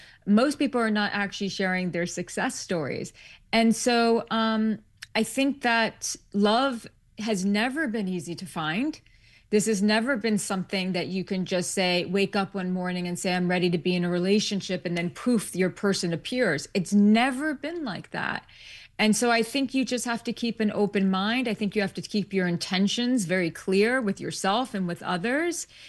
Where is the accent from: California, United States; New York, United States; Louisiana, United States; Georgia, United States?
New York, United States; New York City; I lived my whole life in New York City. Yeah, I lived my entire life in New York City. I'm a New York City girl.